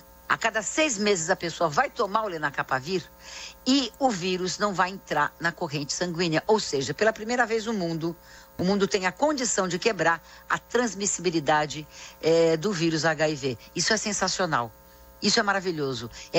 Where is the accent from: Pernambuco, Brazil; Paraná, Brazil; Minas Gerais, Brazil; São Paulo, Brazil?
São Paulo, Brazil; no Rio de Janeiro, que é de onde eu estou falando nesse momento, em São Paulo, que é a minha cidade natal